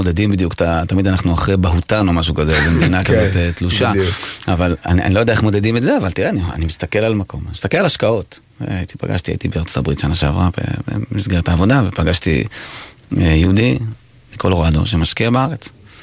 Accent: Tel Aviv, Tel Aviv District, Israel; also born or lived in Samaria / Hebron Hills; אני גדלתי ברמת אביב. נולדתי ברמת אביב, אבא שלי היה איש צבא, אדם לא דתי דרך אגב. משם עברנו לשומרון

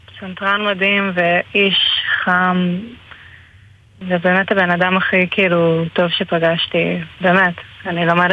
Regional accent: Bror Hayil, Southern District, Israel; אז אני גדלתי בברור חייל בעצם, כן, קיבוץ ברזילאי. אני גם ברזילאית מהחצי של אמא שלי, וכן, גדלתי לתוך צלילה הבוסנובה והפורטוגזית.

